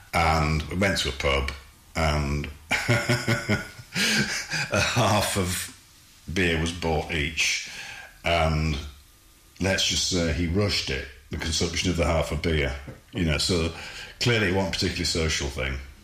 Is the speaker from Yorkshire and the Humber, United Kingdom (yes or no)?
yes; Hull, Yorkshire and the Humber, United Kingdom; I was born and brought up in Hull, still living in Hull at the time.